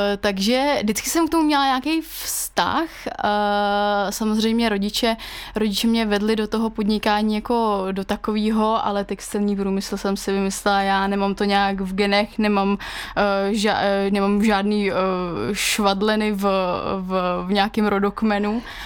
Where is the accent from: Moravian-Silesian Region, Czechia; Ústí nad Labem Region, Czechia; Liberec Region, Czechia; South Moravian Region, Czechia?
Liberec Region, Czechia; Jilemnice; jsem z Krkonoš, takže tam to bylo úplně jasný, jsem z Jilemnice, to je samozřejmě kolébka nějakého lyžování